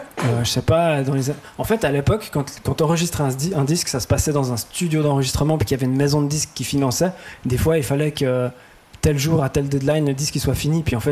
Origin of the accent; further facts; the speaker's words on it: Fribourg, Switzerland; Ben, moi, comme je viens de Fribourg, j'ai la chance de collaborer avec une sorte de fonds de soutien pour des jeunes artistes qui s'appelle La Gustave.